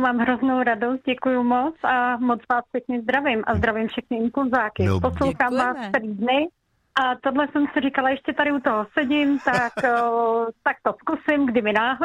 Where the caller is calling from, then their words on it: Slapy, South Bohemian Region, Czechia; Já jsem z vesnice u Tábora ze Slap.